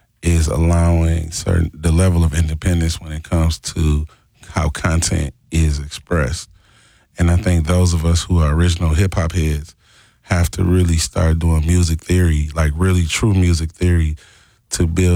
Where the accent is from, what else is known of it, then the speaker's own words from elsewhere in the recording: Milwaukee, Wisconsin, United States; born there; I'm from Milwaukee